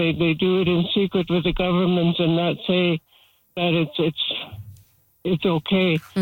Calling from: Burns Lake, British Columbia, Canada; I'm from the Maxon Lake area near Burns Lake, and I'm against the pipeline, and one pipeline already goes through my territory at Maxon Lake

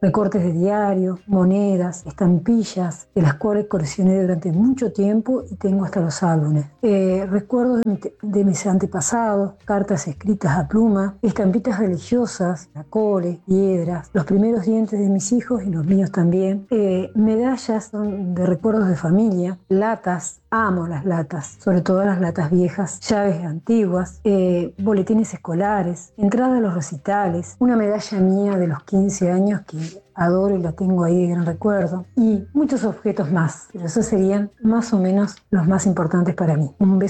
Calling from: Gualeguay, Entre Ríos, Argentina; de Gualeguay

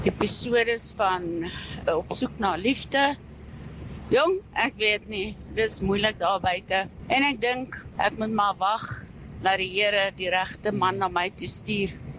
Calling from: Johannesburg, Gauteng, South Africa; hierso van Johannesburg se kant.

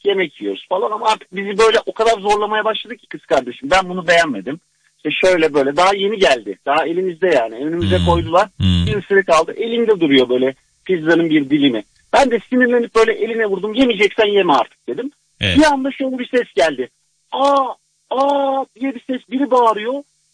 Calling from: Istanbul, Turkey; İstanbul'dan.

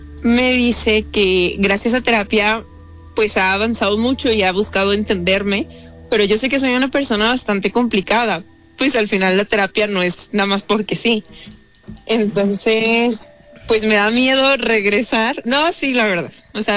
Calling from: Mexico City, Mexico; De Ciudad de México.

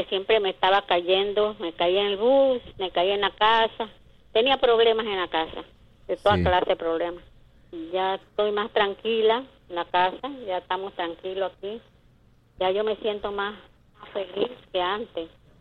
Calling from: San Miguelito, Panamá, Panama; De aquí del Valle San Isidro, de Torrijos Carter.

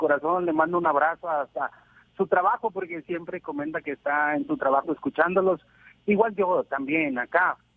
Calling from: Guatemala

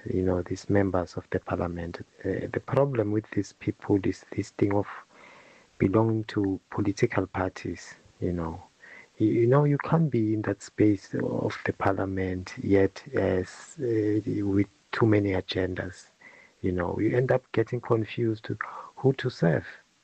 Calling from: Durban, KwaZulu-Natal, South Africa

